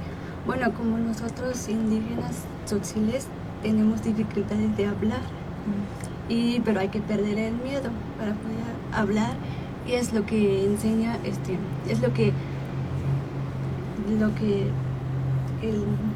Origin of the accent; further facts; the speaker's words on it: Mitontic, Chiapas, Mexico; vengo de México. Soy originaria de Michitón, de Chiapas.